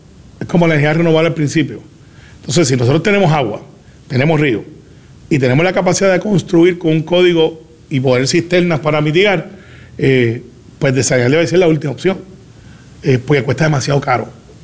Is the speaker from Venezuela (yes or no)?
no; Puerto Rico; esa era de Camarones, Santa Rosa, que es donde yo soy original, de St. Rose Number 2, antes conocido como Santa Rosa Número 2